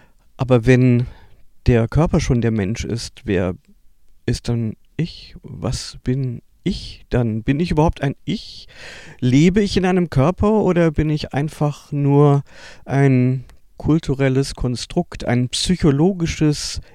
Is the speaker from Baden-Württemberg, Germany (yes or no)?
yes; Baden-Württemberg, Germany; born there; Ich bin ein Kind von Mitte der 60er Jahre, geboren in Westdeutschland im Schwarzwald, gar nicht allzu lange nach der Zeit des NS-Regimes, 20 Jahre später.